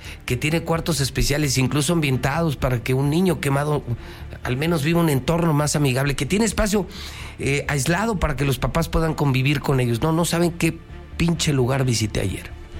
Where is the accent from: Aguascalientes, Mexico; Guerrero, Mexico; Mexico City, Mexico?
Aguascalientes, Mexico